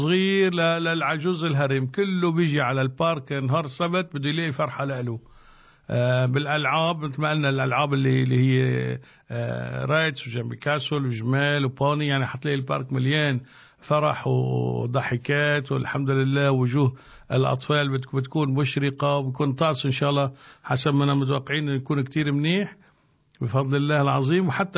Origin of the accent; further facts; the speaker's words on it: Tripoli, North Governorate, Lebanon; now in Australia; شافني وعرفني من طرابلس